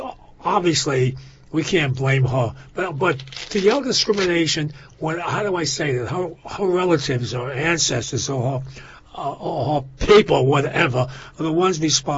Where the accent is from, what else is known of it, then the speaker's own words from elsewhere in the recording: Hawaii, United States; We are from Hawaii.